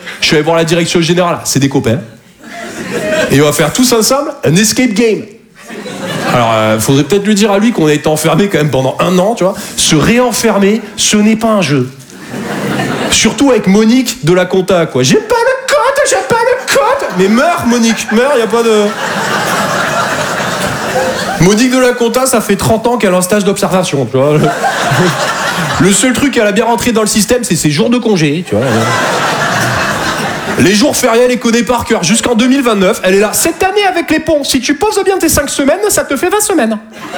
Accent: Toulouse, Occitanie, France; now in Paris, France; je viens de Toulouse à la base. Et je sais pas vous, mais moi je me perds beaucoup dans Paris.

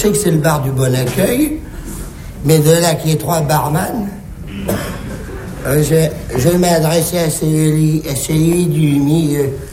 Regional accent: Dakar, Senegal; Parce que moi, je suis sénégalais. Je suis même plus que sénégalais. Je suis dakarois. Je suis né à Dakar.

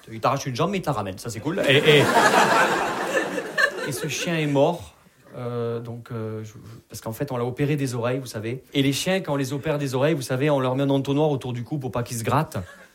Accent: Perpignan, Occitanie, France; vous l'entendez à mon accent, je viens pas de Paris, je viens de Perpignan.

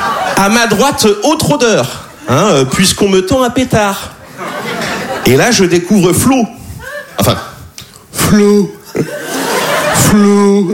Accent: Nouvelle-Aquitaine, France; Hein, moi, je suis originaire de Charente.

